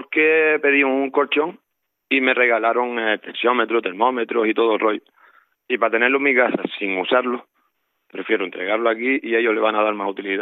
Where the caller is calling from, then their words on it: Vega de San Mateo, Canary Islands, Spain; sigo siendo voluntario aquí en mi pueblo, que es La Vega San Mateo